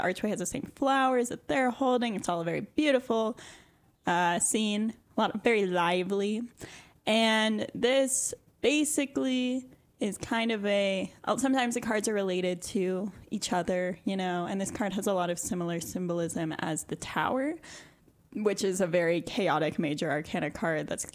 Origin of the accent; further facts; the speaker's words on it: Reno, Nevada, United States; I grew up in Reno, Nevada.